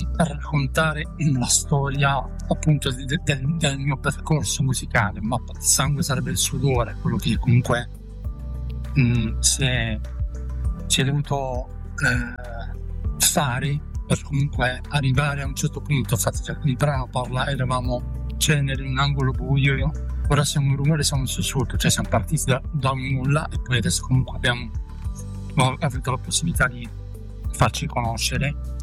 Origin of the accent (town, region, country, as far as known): Bari, Apulia, Italy; born there; moved away